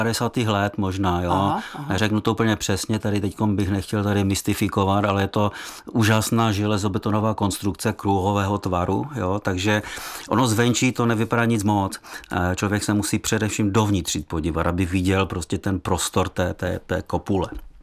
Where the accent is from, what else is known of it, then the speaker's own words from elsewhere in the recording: Ostrava, Moravian-Silesian Region, Czechia; now in Karviná, Czech Republic; A já si nech z Ostravy.